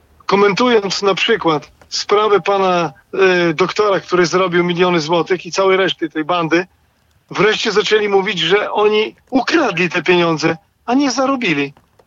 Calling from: Białystok, Podlaskie Voivodeship, Poland; Dzwonię z Białegostoku

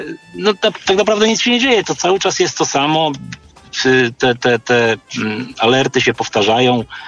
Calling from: Lublin, Lublin Voivodeship, Poland; z Lublina

